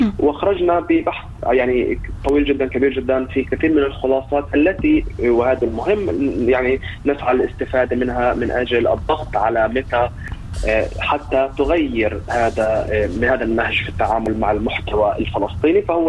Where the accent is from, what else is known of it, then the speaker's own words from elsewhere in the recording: Palestine; لكن نواجه يعني كفلسطينيين هذه الإبادة